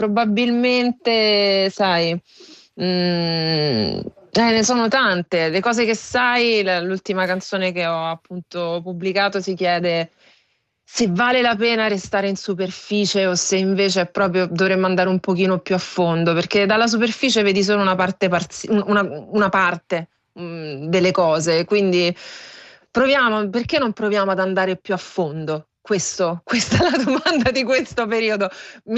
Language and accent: Italian; Rome, Lazio, Italy; also born or lived in Canada; io vengo da Roma